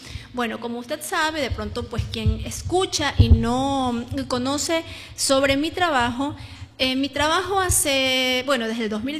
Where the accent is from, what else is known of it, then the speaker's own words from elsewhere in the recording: Manta, Manabí, Ecuador; feliz de estar en mi amada Manta, mi tierra, que me vio nacer, que me vio crecer en mi carrera.